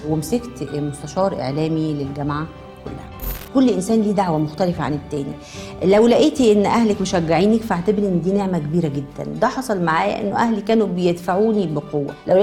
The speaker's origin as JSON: {"language": "Arabic", "town": "Minya", "region": "Minya Governorate", "country": "Egypt", "moved": "yes", "said": "لأن أنا جاية من المنيا يعني مش من القاهرة،"}